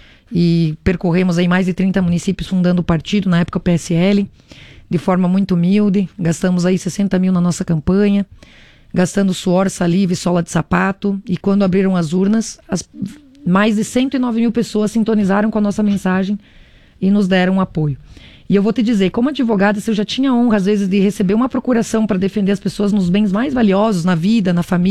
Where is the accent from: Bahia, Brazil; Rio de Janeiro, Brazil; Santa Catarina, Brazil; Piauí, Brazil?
Santa Catarina, Brazil; Chapecó; é uma satisfação estar aqui na minha terra natal, em Chapecó.